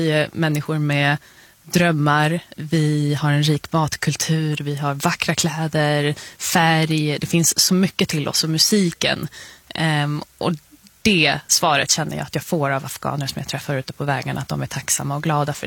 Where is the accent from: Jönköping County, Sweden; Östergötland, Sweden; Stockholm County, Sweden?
Stockholm County, Sweden; Botkyrka; Där jag kommer ifrån, i Botkyrka, som ligger i södra Stockholm, så har vi folk från alla delar av världen.